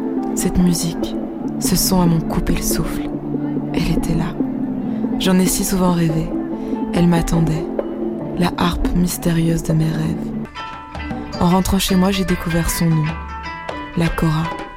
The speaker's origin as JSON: {"language": "French", "country": "Cameroon", "moved": "yes", "lives_now": "Los Angeles, United States", "said": "Chez moi, au Cameroun. Ça faisait 10 ans que j'étais plus venue."}